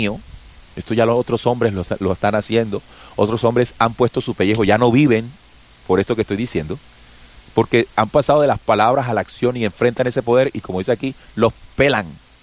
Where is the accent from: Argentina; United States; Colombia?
Colombia; Sí, pero es lo que necesitamos pagar como humanidad, como colombianos, para abrir nuestros ojitos.